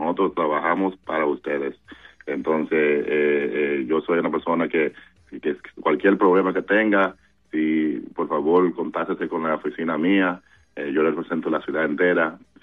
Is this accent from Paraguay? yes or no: no; Dominican Republic; now in Boston, United States; yo me estoy enfocando aquí en la ciudad de Boston, como dominicano, como latino, como hombre negro, joven